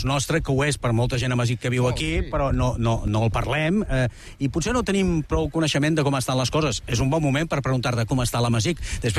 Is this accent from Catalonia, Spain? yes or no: yes; Catalonia, Spain; soc català, igual que soc amazic alhora.